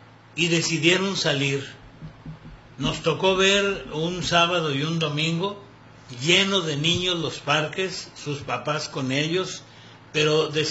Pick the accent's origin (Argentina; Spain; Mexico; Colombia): Mexico; Ciudad Lerdo, Durango; moved away; yo hace muchísimos años que dejé mi tierra natal, aunque he vuelto esporádicamente a visitar a mi familia. Se puso en Ciudad Lerdo, Durango